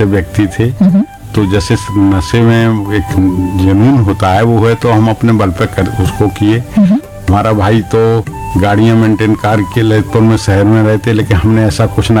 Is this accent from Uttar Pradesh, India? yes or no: yes; Lalitpur district, Uttar Pradesh, India; मैं बुंदेलखंड के जिला ललितपुर का रहने वाला हूँ। जो पहले झांसी जिला था, अब ललितपुर है, और गांव का रहने वाला हूँ। ग्राम भैलोनी लोध है, पोस्ट भी वही है